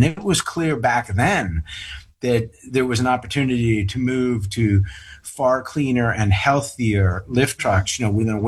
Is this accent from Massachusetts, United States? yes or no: yes; Wayland, Massachusetts, United States; And that was okay when I was growing up in Wayland